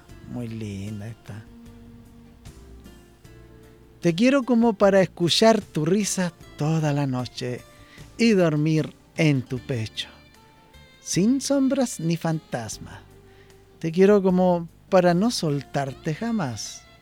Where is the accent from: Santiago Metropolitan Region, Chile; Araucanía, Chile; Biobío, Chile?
Biobío, Chile; Coronel; now in Colina, Chile; a mis amigos en Coronel, en mi tierra natal